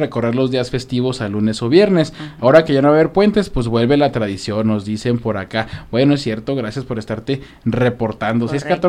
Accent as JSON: {"language": "Spanish", "country": "Mexico"}